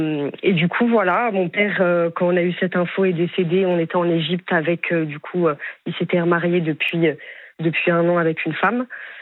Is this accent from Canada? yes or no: no; France; born or raised there